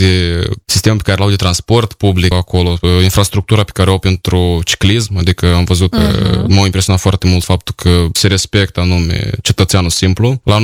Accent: Moldova; moved away as an adult; now in Romania; Cel puțin experiența mea de peste 7 ani în România cu studenții basarabieni

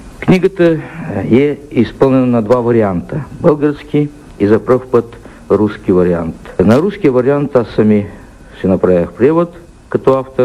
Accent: Artsyz district, Odesa Oblast, Ukraine; now in Chișinău, Moldova; в моя район, где съм се родил, град Арцис.

